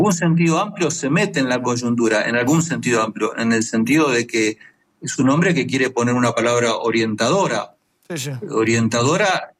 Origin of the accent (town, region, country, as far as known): Argentina